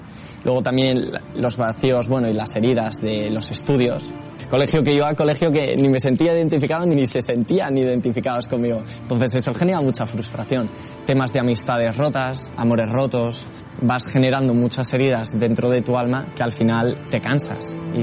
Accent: Madrid, Community of Madrid, Spain; soy de Madrid, me dedico pues a evangelizar a los jóvenes.

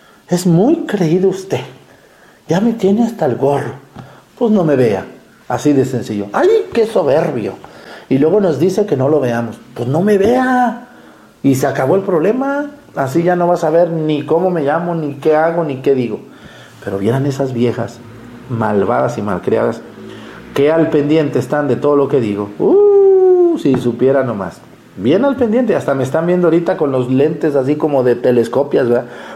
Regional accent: Jalisco, Mexico; now in Guerrero, Mexico; yo soy de Jalisco y miren, estoy aquí en Guerrero

